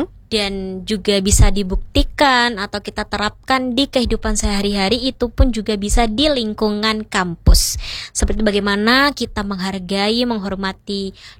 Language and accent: Indonesian; Lampung, Indonesia; Jadi Haula Benazir itu titik pusatnya ada di Lampung, karena saya sendiri dari Lampung ya, ya.